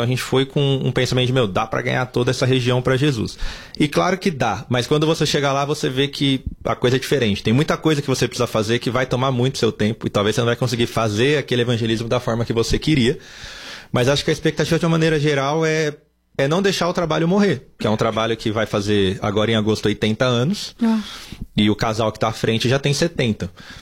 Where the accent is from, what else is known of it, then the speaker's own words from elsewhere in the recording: São Paulo, Brazil; moved away as an adult; eu cresci em São Paulo